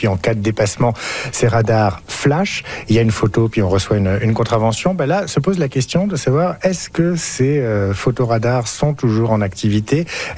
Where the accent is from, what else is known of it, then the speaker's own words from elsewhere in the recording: Saskatchewan, Canada; Et c'est arrivé chez nous, en Saskatchewan, plus précisément dans une exploitation du sud-est de Regina.